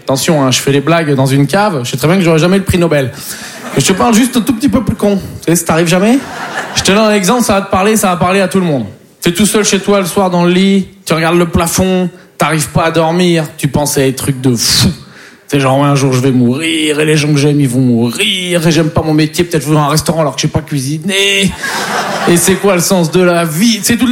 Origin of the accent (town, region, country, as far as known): Poitiers, Nouvelle-Aquitaine, France